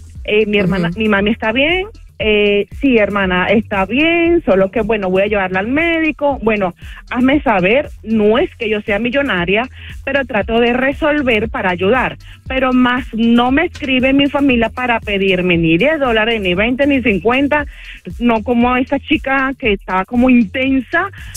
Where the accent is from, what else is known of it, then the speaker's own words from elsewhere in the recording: Venezuela; moved away; Sí, mi familia, soy venezolana. Uh-huh. Y tengo ya, voy para 9 años en este país.